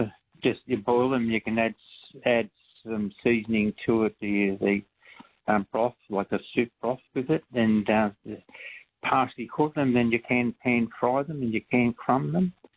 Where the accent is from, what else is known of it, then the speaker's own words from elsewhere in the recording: Blayney, New South Wales, Australia; now in Huskisson, Australia; I grew up in Blaney in the meatworks and become a meat inspector, and I was in the meat industry for 20 years. But as a child, I'm 78, and as a child in Blaney